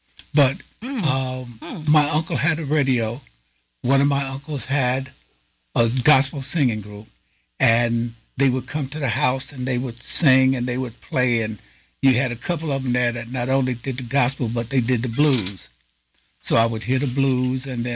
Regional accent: Paterson, New Jersey, United States; the neighborhoods that I grew up in Patterson. I grew up in a very integrated neighborhood. There were Lebanese, there were Jews

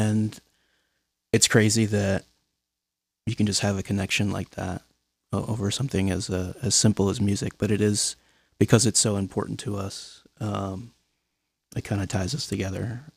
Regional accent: Queens, New York, United States; Oh yeah. I'm from Queens. This was in, I'm from the Sunnyside and Woodside area, but the school I'm talking about was in Jackson Heights.

